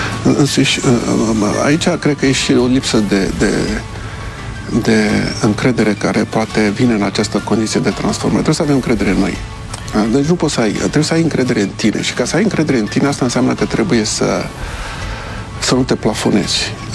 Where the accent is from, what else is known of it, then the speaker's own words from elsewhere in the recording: Romania; toată lumea știe că sunt român